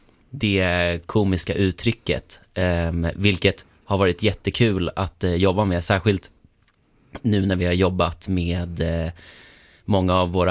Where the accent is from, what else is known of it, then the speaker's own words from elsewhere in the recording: Gustavsberg, Stockholm County, Sweden; moved away as an adult; also born or lived in Skåne; now in Blekinge, Sweden; jag är ju från Gustavsberg utanför Stockholm. Mm. Så ja, sen har jag bott i Skåne i 5 år